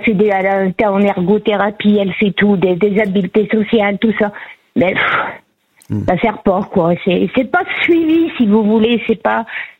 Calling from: Auvergne-Rhône-Alpes, France; je suis en Savoie

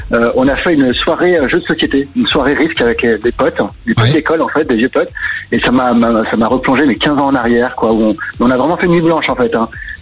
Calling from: Créteil, Île-de-France, France; Je suis à Créteil.

